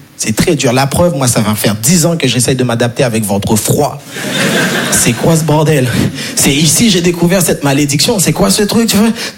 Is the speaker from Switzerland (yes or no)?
no; Haiti; Je vais pas vous mentir parce que je suis né et grandi en Haïti.